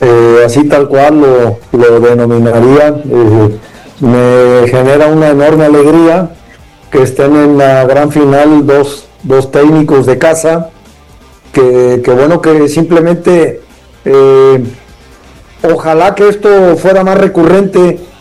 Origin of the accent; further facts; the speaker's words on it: Colima, Mexico; Así es, ando acá en mi tierra natal, Colima.